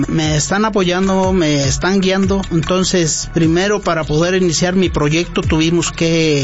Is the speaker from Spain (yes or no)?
no; Quiroga, Michoacán, Mexico; now in Morelia, Mexico; Yo soy oriundo de Quiroga, Michoacán.